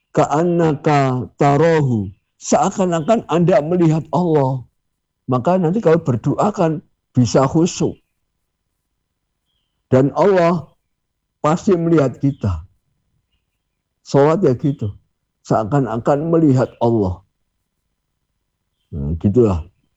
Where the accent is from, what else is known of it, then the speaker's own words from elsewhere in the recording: Java, Indonesia; Walaupun kita orang Jawa, keyakinan kejawen ya jangan diyakini